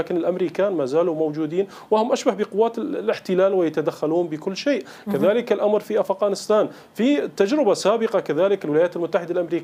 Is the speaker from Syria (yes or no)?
yes; Syria; لكن ما مصلحتنا نحن كسوريين من هذه المسألة؟